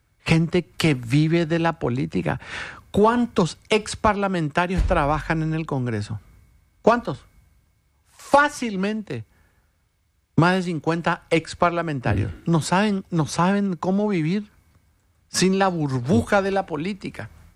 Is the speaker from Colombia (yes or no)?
no; Paraguay